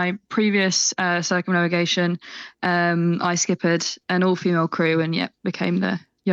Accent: Leeds, Yorkshire and the Humber, United Kingdom; I grew up in Leeds, that very famous seafaring place, grew up sailing little boats, so little dinghies, around a local sailing club

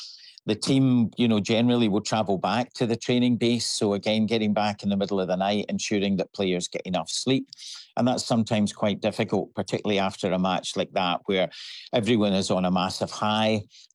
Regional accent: Scotland, United Kingdom; And of course, everybody knows I'm from Scotland in the stadium. It's kind of hard to hide.

